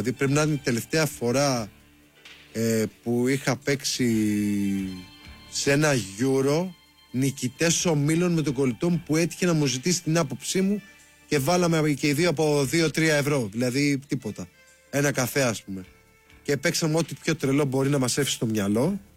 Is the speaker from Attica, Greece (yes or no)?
yes; Nea Ionia, Attica, Greece; στο γήπεδο της Νέας Ιωνίας, στη γειτονιά μας δηλαδή